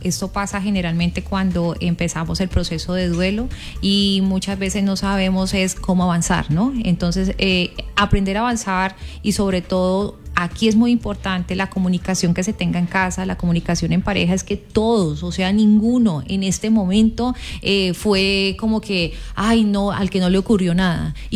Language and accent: Spanish; Cali, Valle del Cauca, Colombia